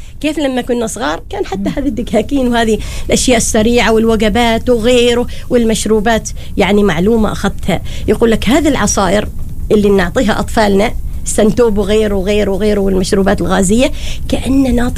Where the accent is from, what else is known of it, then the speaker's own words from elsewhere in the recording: Oman; عندنا في عمان